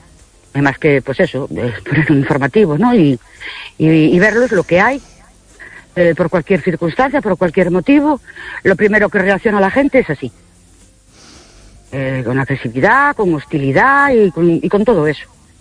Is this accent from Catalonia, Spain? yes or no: no; Ourense, Galicia, Spain; de Urense otra vez.